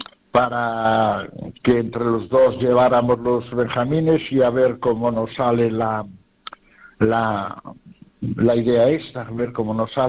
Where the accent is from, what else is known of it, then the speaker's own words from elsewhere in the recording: Redondela, Galicia, Spain; como soy un amante de mi pueblo y sí. Sabes que Redondela hay muchas actividades lúdicas y de cultura y de todo eso